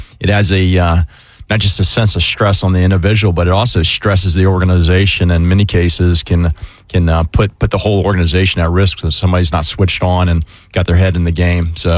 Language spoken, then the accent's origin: English; Orange Park, Florida, United States; born or raised there